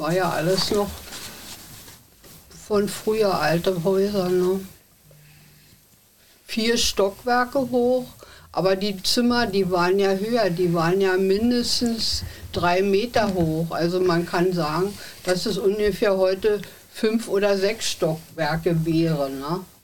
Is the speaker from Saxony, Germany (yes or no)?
no; Berlin, Germany; bin in Kreuzberg geboren, bin Rentnerin.